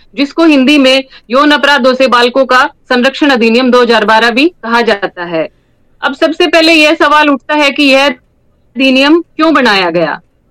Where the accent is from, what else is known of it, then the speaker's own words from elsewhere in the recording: Bhiwani, Haryana, India; महिला थाना SHO Charkhi Dadri posting हूँ फिलहाल, और मैं मूल निवासी भिवानी की हूँ